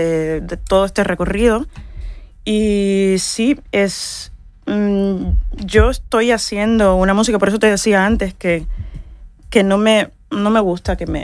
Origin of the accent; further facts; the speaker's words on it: Holguín, Cuba; Soy de Holguín.